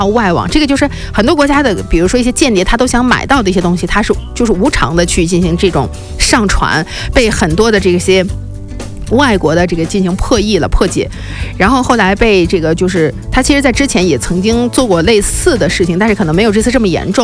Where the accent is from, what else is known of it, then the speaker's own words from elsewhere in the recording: China; 我们作为中国人